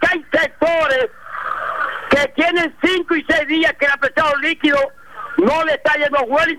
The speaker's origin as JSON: {"language": "Spanish", "town": "Villa Jaragua", "region": "Bahoruco", "country": "Dominican Republic", "tie": "born there", "said": "mi pueblo que me vio nacer, Villa Jaragua"}